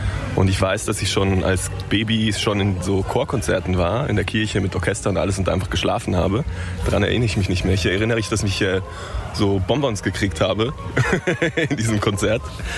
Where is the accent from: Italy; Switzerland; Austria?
Switzerland; Zug; Das war in der Schweiz, wo ich aufgewachsen bin. Im Kanton Zug, in einem Dorf neben der Kleinstadt Zug, die in der Nähe